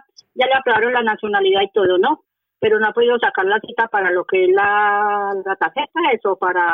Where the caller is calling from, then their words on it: Madrid, Community of Madrid, Spain; de Madrid.